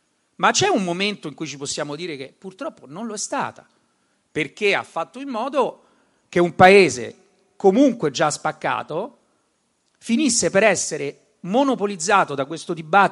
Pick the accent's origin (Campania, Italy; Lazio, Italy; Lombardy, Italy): Lazio, Italy; Rome; io vengo da Roma